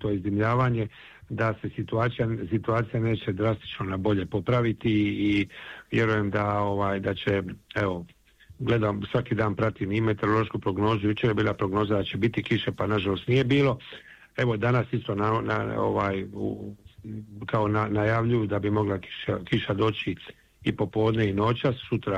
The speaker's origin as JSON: {"language": "Croatian", "town": "Split", "region": "Split-Dalmatia County", "country": "Croatia", "said": "Zato kažem, ja dolazim iz Splita"}